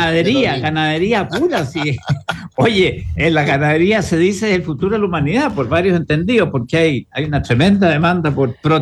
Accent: Tierra del Fuego, Argentina; Como soy yo medio fueguino, allá el tráfico entre Ushuaia y el continente se hace a través del territorio chileno y de la aduana chilena.

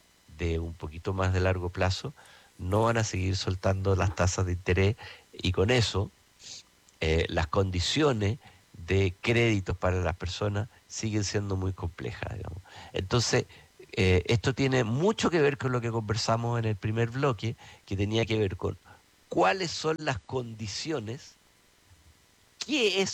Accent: Chile

